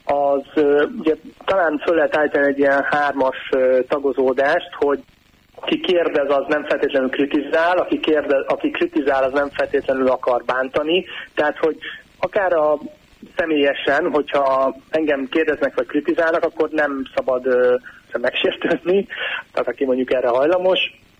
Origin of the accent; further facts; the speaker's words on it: Hungary; itt ugye Magyarországon, hogyha csak a magyar, magyarok vagyunk, meg magyarok hallgatják ezt az adást